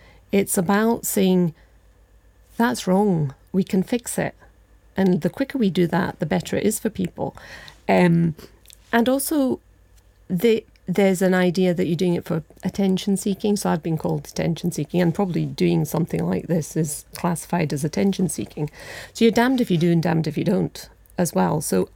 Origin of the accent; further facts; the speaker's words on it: India; So my dad was a surgeon in he practiced in India. I was brought up in India.